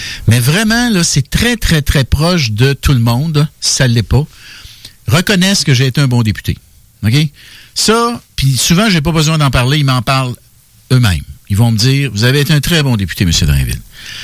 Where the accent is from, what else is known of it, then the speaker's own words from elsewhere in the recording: Quebec, Canada; Moi, je suis un fier Québécois.